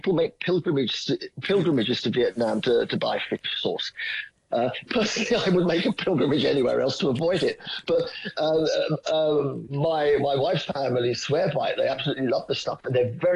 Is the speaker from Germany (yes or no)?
no; England, United Kingdom; For us, as the English and the Westerners, it tends to be the potato and bread.